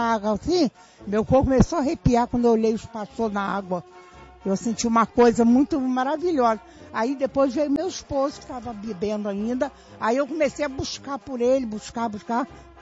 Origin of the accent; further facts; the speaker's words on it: Niterói, Rio de Janeiro, Brazil; Eu venho lá de Piratininga, Niterói.